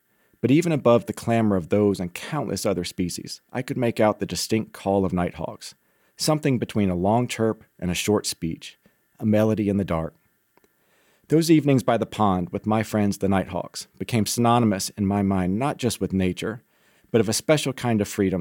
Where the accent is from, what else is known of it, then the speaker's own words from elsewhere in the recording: Alabama, United States; not too far from where I grew up in Alabama.